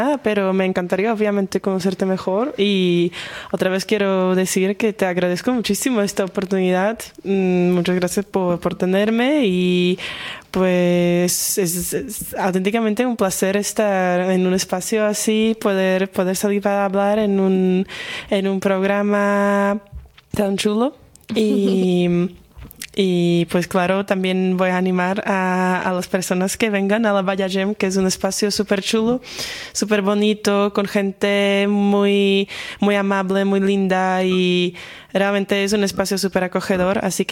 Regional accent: Slovakia; Spanish is a second language; moved away as an adult; now in Granada, Spain; estudio ahorita Ciencias Políticas y Derecho aquí en Granada, pero soy de Eslovaquia. Me mudé hace año y medio

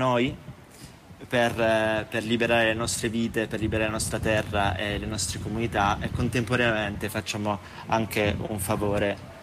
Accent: Apulia, Italy; io essendo pugliese

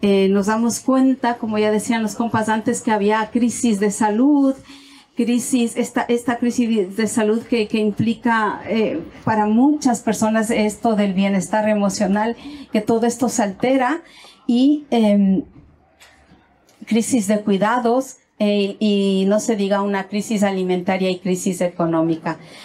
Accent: Ecuador; moved away; soy migrante, soy una mujer migrada, soy ecuatoriana

